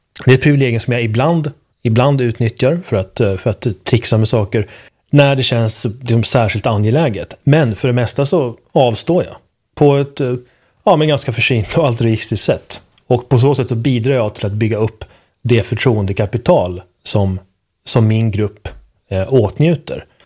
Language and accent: Swedish; Sweden; jag är uppvuxen i, liksom i Sverige, en väldigt svensk kontext.